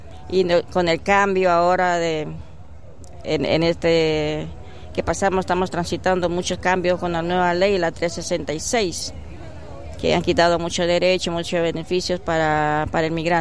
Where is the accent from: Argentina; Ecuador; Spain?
Argentina; Mendoza; soy de La Favorita y La Favorita abarca 45 barrios formales y 7 barrios informales. Hay mucha población de migrantes.